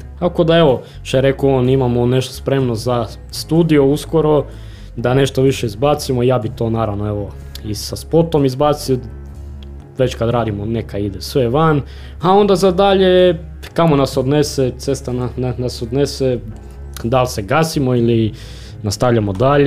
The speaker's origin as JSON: {"language": "Croatian", "town": "Zagreb", "region": "City of Zagreb", "country": "Croatia", "tie": "born there", "said": "Ja sam tamo, radim. Iako sam rođen u Zagrebu, inače."}